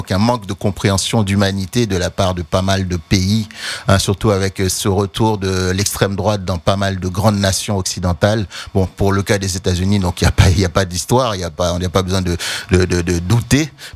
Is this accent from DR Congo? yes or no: no; Haiti; Moi, personnellement, en tant qu'Haïtien